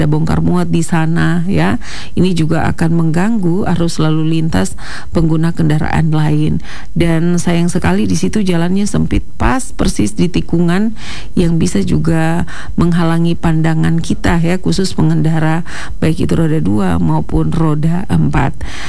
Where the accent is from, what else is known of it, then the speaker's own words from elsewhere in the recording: Fakfak, West Papua, Indonesia; kita warga Kota Fak-Fak